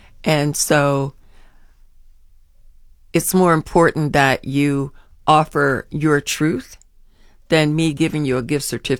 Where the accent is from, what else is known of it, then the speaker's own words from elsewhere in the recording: Philadelphia, Pennsylvania, United States; now in Columbus, United States; when I was in Philadelphia, when I grew up in Philadelphia.